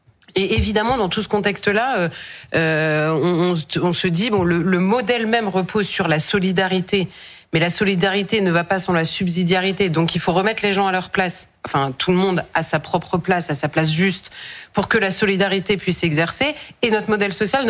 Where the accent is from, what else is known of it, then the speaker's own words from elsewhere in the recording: France; en tant que Française